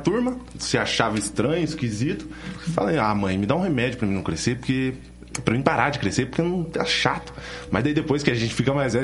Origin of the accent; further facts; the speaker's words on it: Pinhais, Paraná, Brazil; also born or lived in Curitiba; eu sou nascido em Curitiba, mas foi viver a minha vida toda, basicamente, em Pinhais, região metropolitana, do ladinho ali. Cidade maravilhosa, que eu tenho uma paixão enorme.